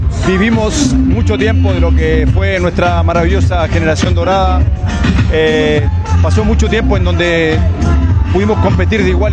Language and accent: Spanish; Chile